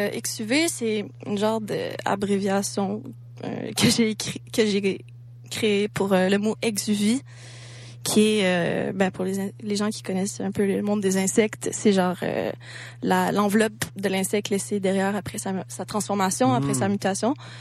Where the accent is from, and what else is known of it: Granby, Quebec, Canada